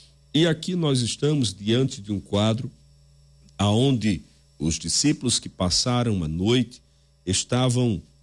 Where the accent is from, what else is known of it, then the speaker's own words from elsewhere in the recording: Macau, Rio Grande do Norte, Brazil; Eu sou natural de uma cidade onde havia ou onde há pescadores. Eu sou da cidade de Macau